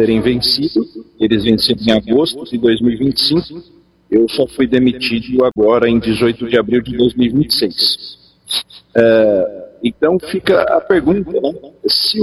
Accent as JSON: {"language": "Portuguese", "country": "Brazil", "said": "Eu, como bom brasileiro curioso"}